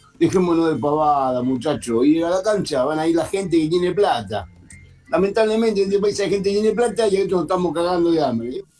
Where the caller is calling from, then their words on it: Lomas de Zamora, Buenos Aires Province, Argentina; soy de Loma de Zamora